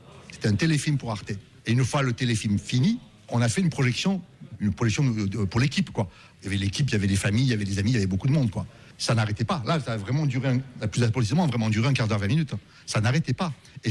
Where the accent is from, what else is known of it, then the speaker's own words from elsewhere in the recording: France; moved away as an adult; also born or lived in Berkeley, California; Non, mais moi, je suis français.